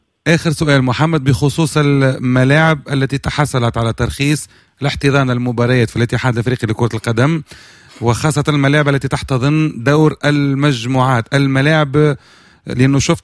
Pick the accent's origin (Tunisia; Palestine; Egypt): Tunisia; عندنا في تونس